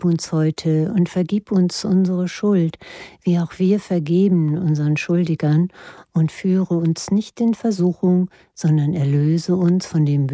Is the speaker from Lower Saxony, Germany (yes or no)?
yes; Nordhorn, Lower Saxony, Germany; an der Stimme, weil ich komme ja auch aus Nordhorn. Irgendwie hört man das dann, finde ich.